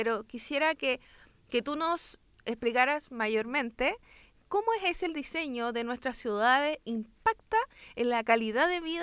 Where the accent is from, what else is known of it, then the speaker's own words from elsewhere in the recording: San Bernardo, Santiago Metropolitan Region, Chile; yo soy de San Bernardo